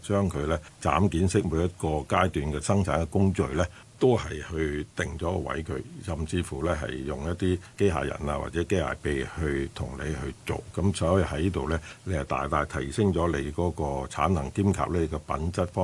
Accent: China; 即係唔好意思講句咧，我哋中國人比較上係唔係好注重我哋嘅產品嘅包裝嘅。

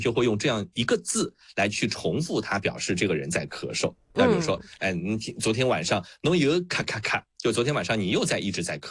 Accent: Shanghai, China; accent: Shanghainese; 在我们上海话中

